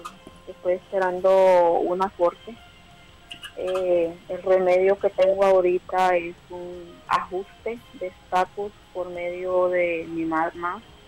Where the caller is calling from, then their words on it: Massachusetts, United States; En Massachusetts.